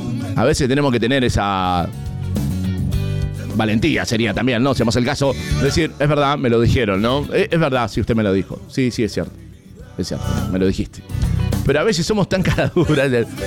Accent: Argentina; Y como argentinos es como que siempre creemos que nos las sabemos todas.

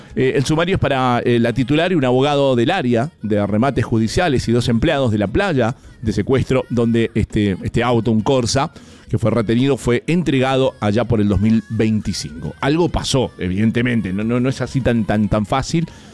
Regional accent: Mendoza, Argentina

